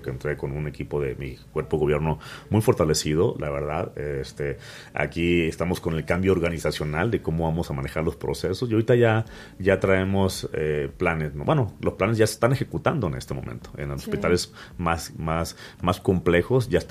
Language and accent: Spanish; Mexicali, Baja California, Mexico; Yo vengo de Baja California, allá estaba, ¿no? En Baja California.